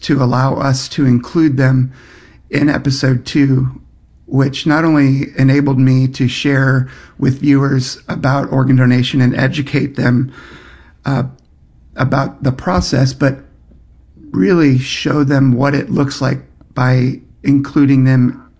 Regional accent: St. Louis, Missouri, United States; moved away; I was born in St. Louis and grew up there, really.

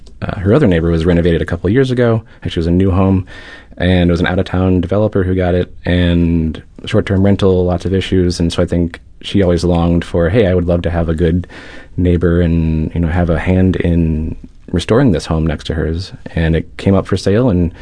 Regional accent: St. Louis, Missouri, United States; being from St. Louis, you know, I grew up in the Dogtown area.

